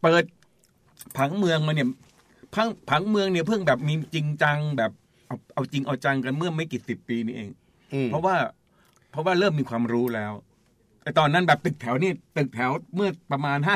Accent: Lopburi, Thailand; moved away as an adult; now in Bangkok, Thailand; ฉันก็มาจากลพบุรีเนี่ย

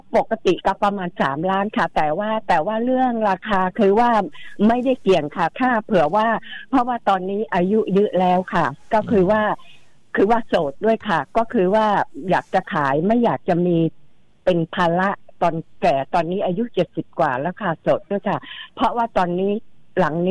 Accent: Bangkok, Thailand; born there; เกิดที่กรุงเทพโรงพยาบาลราชวิถี

